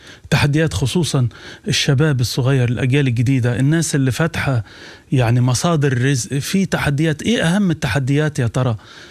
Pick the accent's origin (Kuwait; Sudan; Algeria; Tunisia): Sudan; أنت سوداني وأنا سوداني ونحن في محنة